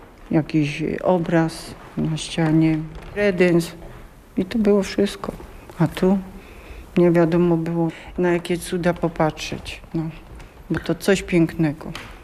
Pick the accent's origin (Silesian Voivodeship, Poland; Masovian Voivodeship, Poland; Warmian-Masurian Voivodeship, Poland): Silesian Voivodeship, Poland; Pszczyna; My tutaj jesteśmy jakby z pradziada. Nie mam takiego, że się tu przyszło, tylko jestem stąd, dziołcha z Pszczyny.